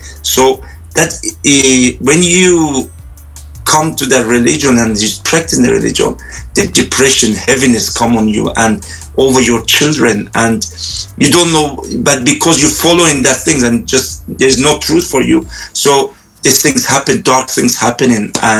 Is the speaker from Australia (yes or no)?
no; Iran; moved away as an adult; I was born in Iran. I was raised in Iran until the age of 21.